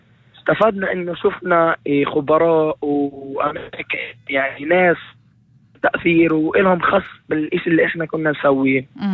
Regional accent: Jerusalem, Palestine; أنا من القدس.

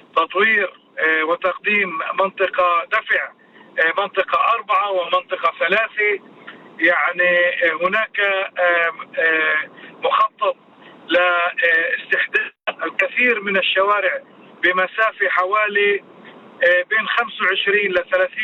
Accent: Arraba, Northern District, Israel; لبلدتنا، لبلدنا عرابي

